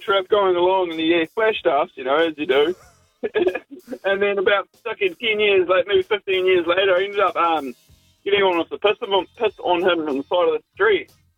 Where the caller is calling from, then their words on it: Dunedin, Otago, New Zealand; I'm from Dunnes